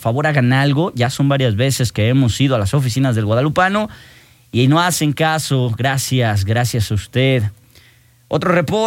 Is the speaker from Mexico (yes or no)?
yes; Mexico; Somos iguales, somos mexicanos